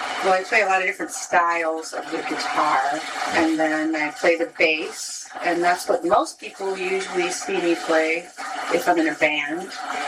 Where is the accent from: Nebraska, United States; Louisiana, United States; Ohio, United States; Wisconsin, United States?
Wisconsin, United States; moved away as an adult; now in Fairbanks, United States; No, I'm from Wisconsin, but I've been here since 96. June 1st.